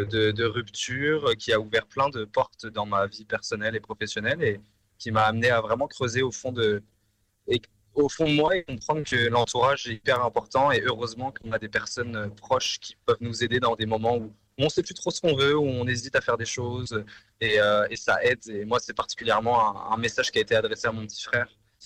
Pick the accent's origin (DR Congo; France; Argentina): France; moved away as an adult; now in Montreal, Canada; Ouais, ça fait 10 ans que je suis à Montréal, mais étant d'origine française, je me permets de faire ces allers-retours.